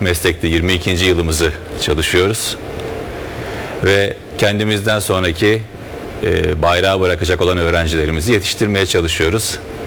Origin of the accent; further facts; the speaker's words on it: Mersin, Turkey; born there; now in Istanbul, Turkey; 77 Mersin doğumluyum.